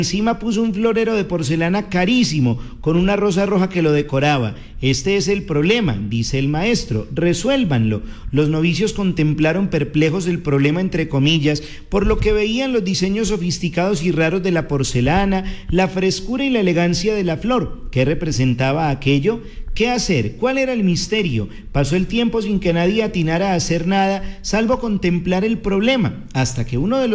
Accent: Colombia; disfrutando de una excelente programación y como colombianos, unidos en la oración por nuestros nuevos dirigentes

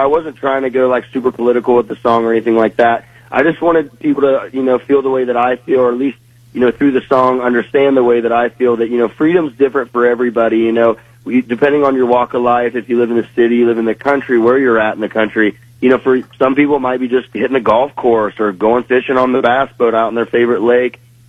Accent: Cambridge, Ohio, United States; I'm back in my hometown of Cambridge, Ohio. We'll be doing a release party for my latest single

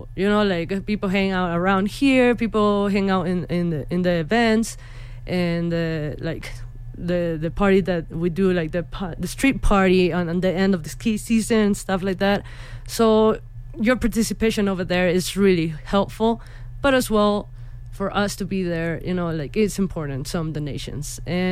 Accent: Tijuana, Baja California, Mexico; English is a second language; moved away; So as I shared earlier, I grew up in Tijuana, so English is my second language.

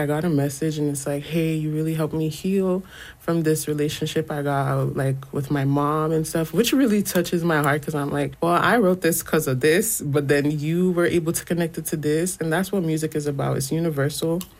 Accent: Nigeria; My mom would always bump … back home, which was so foreign because I'm Nigerian, and for the music to get all the way there at such a young age, too, at the time, Afrobeats, high life music was such a thing.

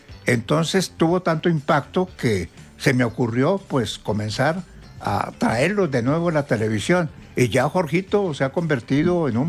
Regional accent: Ibagué, Tolima, Colombia; moved away; el show de las estrellas nace en Ibagué, mi tierra natal.

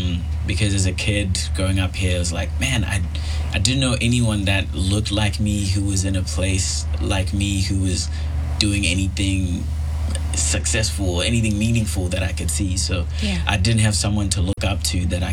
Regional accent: Zimbabwe; Everyone who I talk to and I tell them I'm from Zimbabwe, they're always like, I've got a friend from Zimbabwe.

